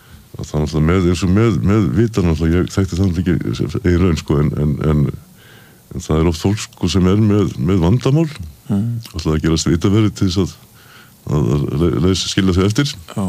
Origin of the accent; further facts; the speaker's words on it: Svalvogar, Westfjords, Iceland; þegar ég er aðlast upp á Svalvávita tíma sem ég var þar og þá var okkur kent heima okkur bræðurum